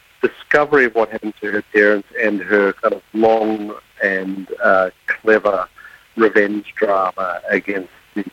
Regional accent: Sydney, New South Wales, Australia; Well, I'm from Sydney.

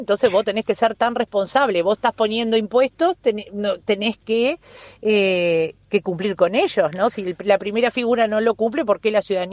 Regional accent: Uruguay; como uruguaya te diría que nos genera una profunda tristeza porque nuestro país siempre se caracterizó a lo largo de los años por buenos gobiernos

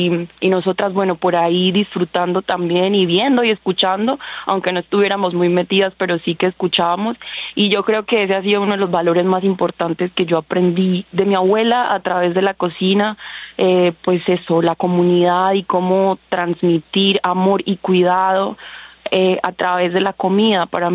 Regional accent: Chocó, Colombia; Pues, o sea, para mí es importantísimo decir que soy del Chocó, porque me abre la puerta para hablar del Chocó, y yo amo hablar d

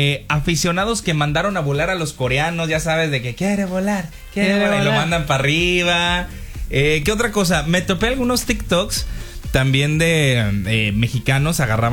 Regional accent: Mexico; Oye, mi team, pues ya sabes que nosotros como mexicanos somos...

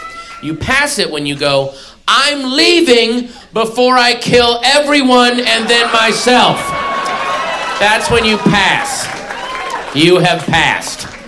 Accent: Sterling, Virginia, United States; I grew up 10 minutes outside of Washington, D.C. in the 80s.

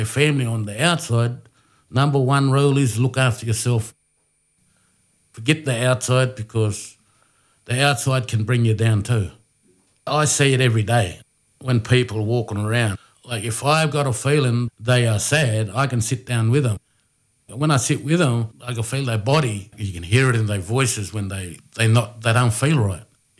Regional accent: Brewarrina, New South Wales, Australia; I'm from Bree Warrina. My tribe is Murawari.

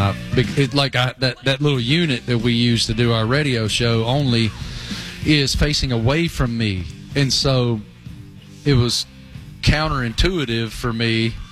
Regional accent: the South, United States; We grew up in the Bible Belt, son.

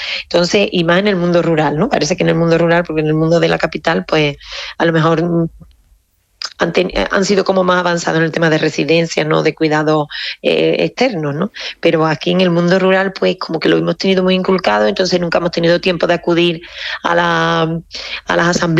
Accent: Seville, Andalusia, Spain; now in Carcabuey, Spain; porque yo soy de capital y me vine al mundo rural, soy de Sevilla, me vine aquí a Carcagüey

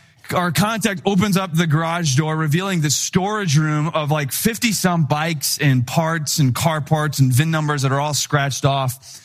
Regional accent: Wisconsin, United States; moved away as an adult; He and I, we grew up in Wisconsin, and now we were in Chicago. We're not really wise to the whole like city life

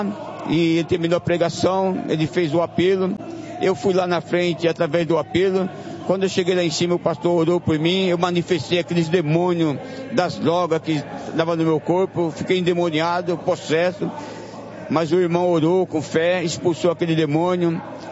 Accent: Pernambuco, Brazil; now in São Paulo, Brazil; Eu sou de Pernambuco, né? Mas eu estou aqui em São Paulo já há algum tempo.

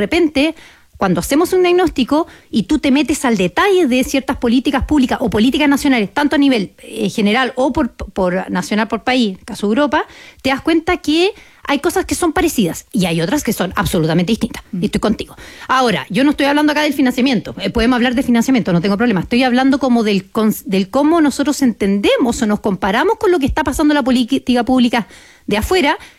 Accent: Chile; nosotros como chilenos

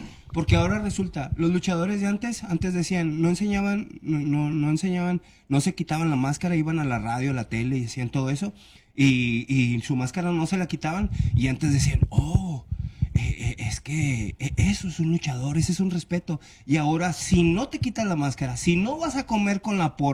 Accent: Monterrey, Nuevo León, Mexico; also born or lived in Mexico City; Somos porque yo soy regio. Somos porque yo soy de aquí

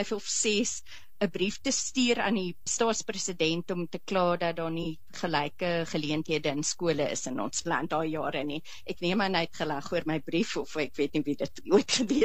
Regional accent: Stellenbosch, Western Cape, South Africa; Ek is Stellenbosser, my ouers was betrokke by die universiteit daar so en my pa het destijds toe by Universiteit van Wes-Kaapland geëindig, maar ja, wynlande, die berge, die skoonheid, dit is my agtergrond.

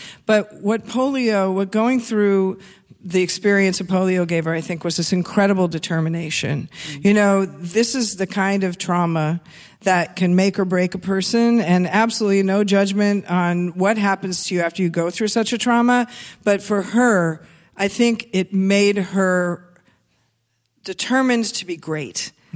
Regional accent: Seattle, Washington, United States; given just my age and when I grew up in Seattle, you know, I was a new wave girl

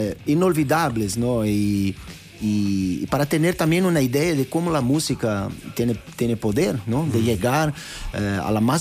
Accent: Brazil; Spanish is a second language; nosotros somos brasileños, nacemos con eso, con samba, con el fútbol.

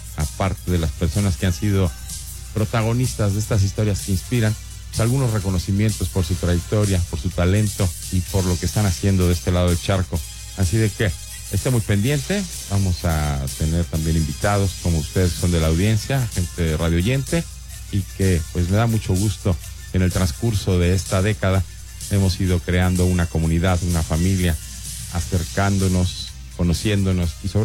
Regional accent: Mexico; Eso como mexicano me encantaría.

